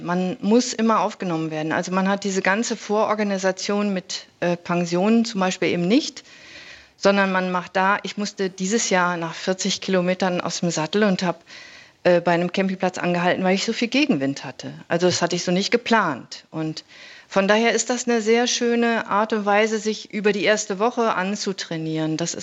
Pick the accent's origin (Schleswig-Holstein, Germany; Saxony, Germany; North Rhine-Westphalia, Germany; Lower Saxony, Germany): North Rhine-Westphalia, Germany; Bochum; Ich bin aus Bochum eigentlich ursprünglich, und das ist doch ein Menschenschlag, der für mich als Ruhrpötterin mir sehr nahe ist, ja.